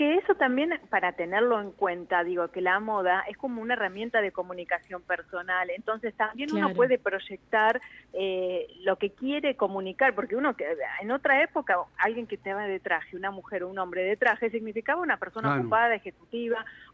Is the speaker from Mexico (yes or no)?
no; Argentina; nosotros creo que como argentinos tenemos que hacer algo con el tema de los calces